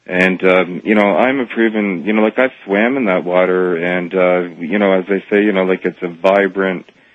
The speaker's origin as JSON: {"language": "English", "town": "Toronto", "region": "Ontario", "country": "Canada", "tie": "born or raised there", "said": "I grew up out in Rouge Hill"}